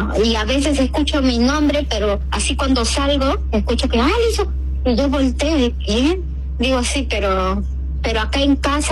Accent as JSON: {"language": "Spanish", "country": "Peru"}